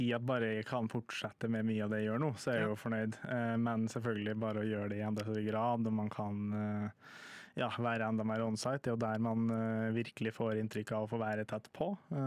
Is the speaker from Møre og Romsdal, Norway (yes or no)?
yes; Molde, Møre og Romsdal, Norway; jeg vet ikke om det er fordi jeg er fra Molde, eller hva det er, men der er det null bilsport